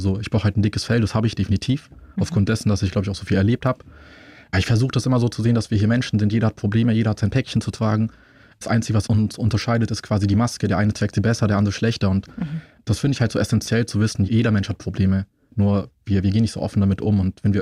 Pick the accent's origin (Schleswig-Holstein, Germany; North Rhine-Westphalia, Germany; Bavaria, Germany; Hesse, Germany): Bavaria, Germany; Munich; Ich bin Münchner Kindl, auch wenn man es mir nicht ansieht. Ich bin in Schwabing aufgewachsen, das beste Viertel für mich.